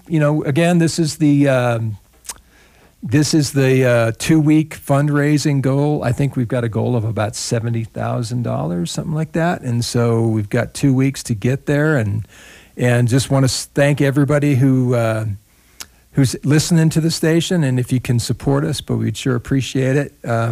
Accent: Orange County, California, United States; moved away; I was from Orange County

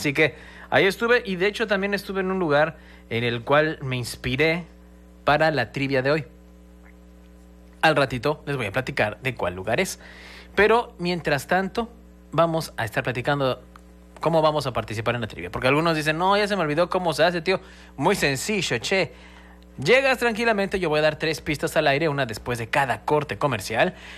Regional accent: Mexico City, Mexico; moved away as an adult; me dio una vueltecita para mi terruño querido. Ya tenía como 15 años que no ponía un pie en la CDMX

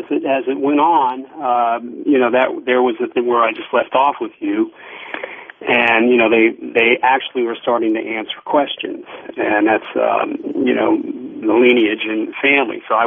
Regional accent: United States; So my bloodline is Italian, but I mean I've been third generation, whatever, second generation. I mean I'm American

